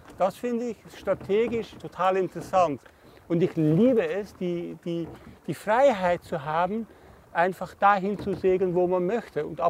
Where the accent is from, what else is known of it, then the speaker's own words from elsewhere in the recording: Netherlands; moved away as an adult; now in Germany; Als Holländer ist man immer dabei, die Leute zusammenzubringen.